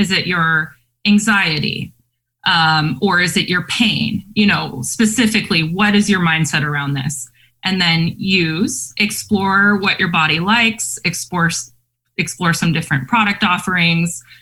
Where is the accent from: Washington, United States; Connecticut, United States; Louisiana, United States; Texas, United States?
Washington, United States; University Place; my best friend, Shannon, who I grew up with here in Tacoma area, we grew up in University Place. We went to Curtis High School